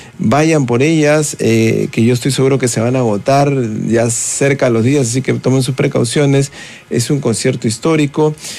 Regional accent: Huancayo, Junín, Peru; born there; moved away; Huancayo, mi tierra

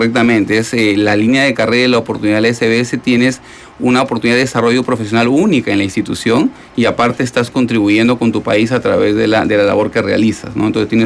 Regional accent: Trujillo, La Libertad, Peru; yo soy de Trujillo, de Universidad Nacional de Trujillo, contador

